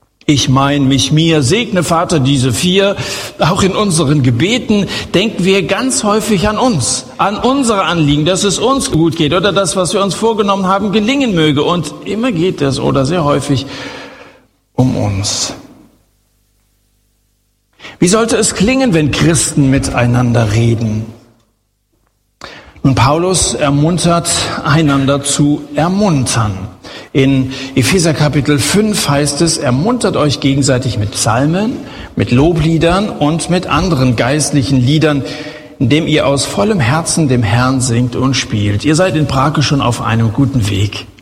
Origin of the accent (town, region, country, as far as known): Hesse, Germany